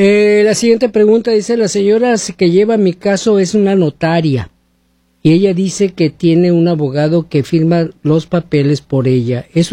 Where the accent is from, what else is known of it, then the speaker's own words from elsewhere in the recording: Mexico; Soy de México.